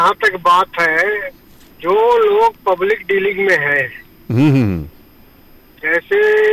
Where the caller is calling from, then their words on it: Chandigarh, India; चंडीगढ़ से ही बोल रहा हूँ।